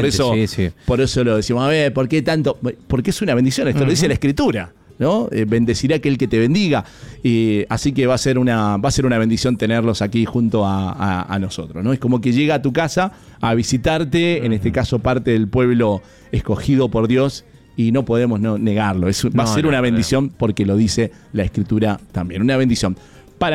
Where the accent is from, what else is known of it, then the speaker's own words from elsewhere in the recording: Mendoza, Argentina; como mendocinos sabemos cómo es el contexto muchas veces